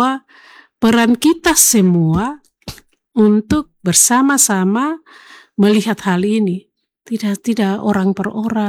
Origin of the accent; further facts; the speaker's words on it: Papua, Indonesia; Kita orang Papua